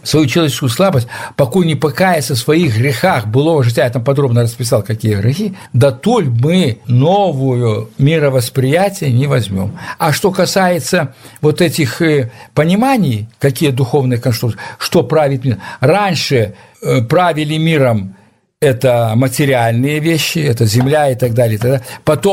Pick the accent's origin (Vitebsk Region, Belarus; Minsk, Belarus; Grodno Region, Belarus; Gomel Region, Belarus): Grodno Region, Belarus; Vawkavysk; moved away as an adult; now in Moscow, Russia; мы размовляли уже в русской школе по-русски, в Волковыске в городе. А я потом закончил, поехал в Москву